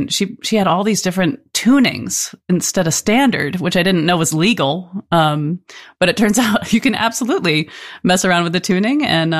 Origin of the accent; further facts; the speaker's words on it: Farmington, Connecticut, United States; I grew up in Farmington, Connecticut